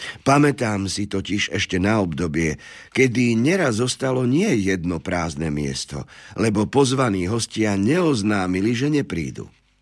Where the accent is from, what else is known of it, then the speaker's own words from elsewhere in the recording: Prešov Region, Slovakia; ako sa u nás na Šariši vraví